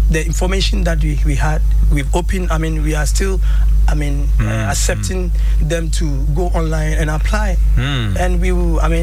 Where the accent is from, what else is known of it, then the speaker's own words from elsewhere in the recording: Accra, Greater Accra, Ghana; I'm from Gamashi.